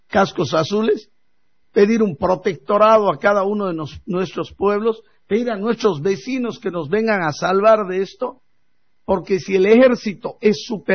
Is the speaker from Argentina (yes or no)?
no; Bolivia